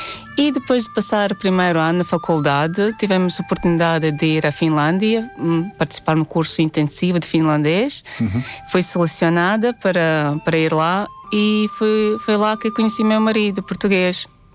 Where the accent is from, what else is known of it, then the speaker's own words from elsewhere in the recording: Latvia; Portuguese is a second language; Perguntavam de onde é que eu sou, disse que eu sou da Letónia.